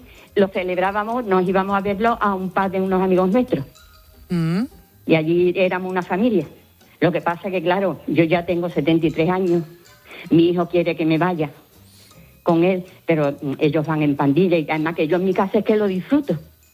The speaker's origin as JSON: {"language": "Spanish", "town": "La Línea de la Concepción", "region": "Andalusia", "country": "Spain", "said": "Yo soy de España, soy andaluza, soy linense. Así que fíjese usted lo que tengo detrás. Soy linense con mucho orgullo."}